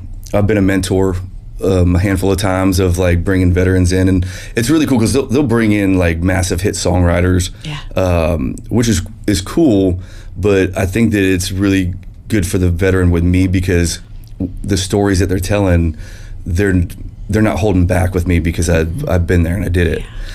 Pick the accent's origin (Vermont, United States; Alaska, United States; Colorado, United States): Colorado, United States; now in Mexico; Growing up in Colorado and like just Western culture, I got into doing rodeo.